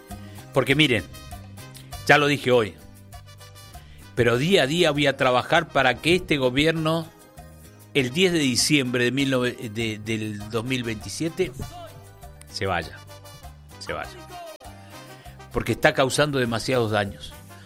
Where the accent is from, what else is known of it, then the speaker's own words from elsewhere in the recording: Argentina; Los habitantes argentinos